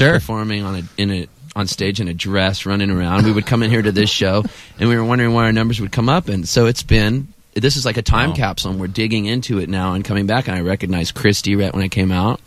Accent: San Diego, California, United States; I'm from San Diego, and I go to Chargers games

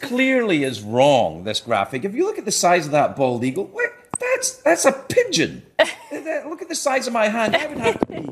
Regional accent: Scotland, United Kingdom; I'm from Scotland

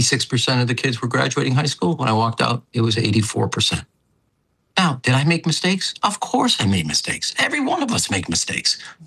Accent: Chicago, Illinois, United States; Now, I'm from Chicago. We think we kind of understand corruption

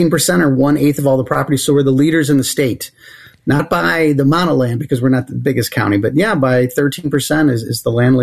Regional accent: Illinois, United States; So I'm a lifelong DuPage resident.

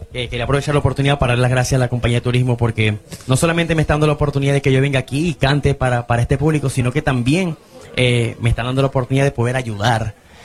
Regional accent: Venezuela; now in Puerto Rico; Y yo como venezolano, en esta isla

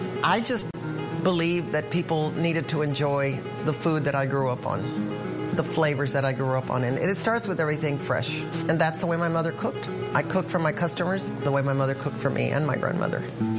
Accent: Brownsville, Texas, United States; now in Houston, United States; I was born and reared in Brownsville, Texas, which is the most southern city in Texas. My parents' home was about a mile and a half from the Rio Grande River. Growing up in Brownsville was a wonderful experience. It was a smaller town then. Everybody knew everybody

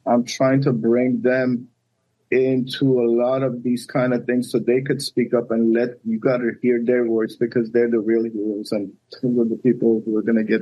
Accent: Iran; now in United States; Well, it wasn't fun growing up in Iran.

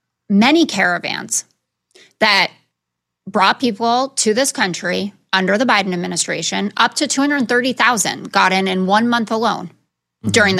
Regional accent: New York City, New York, United States; I grew up in Tribeca in New York City.

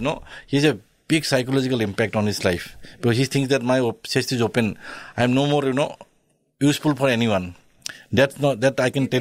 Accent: Assam, India; English is a second language; because I was at that time, because I was born and I'm basically from Assam. So at that time, there's no surgery in Northeast heart surgery.

